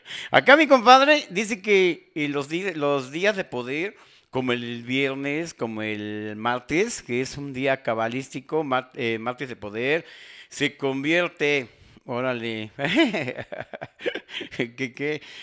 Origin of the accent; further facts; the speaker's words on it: Mexico; born there; en la 20 de noviembre, es el lugar donde yo nací, el lugar donde sembré el ombligo, dice su madre.